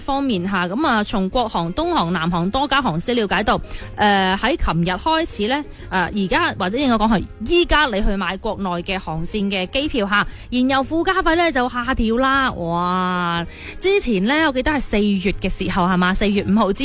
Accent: Guangdong, China; 对我哋广东人嚟讲就快到

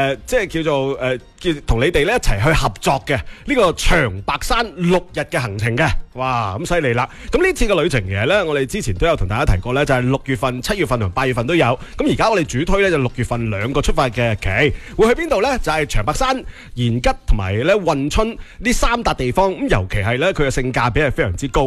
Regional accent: Guangdong, China

